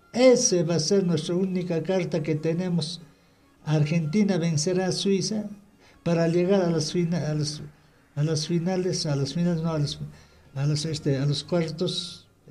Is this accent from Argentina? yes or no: no; Peru; yo me siento como argentino cuando juega argentino, puesto que los peruanos ya no estamos participando aquí